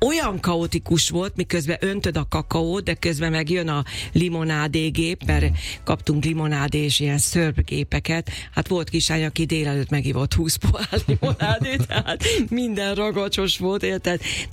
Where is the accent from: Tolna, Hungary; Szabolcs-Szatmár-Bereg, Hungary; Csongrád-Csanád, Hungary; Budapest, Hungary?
Csongrád-Csanád, Hungary; Makó; moved away; szülővárosomban, Makón